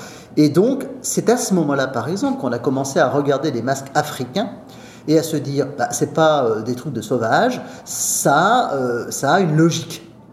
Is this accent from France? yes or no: yes; France; je viens de France.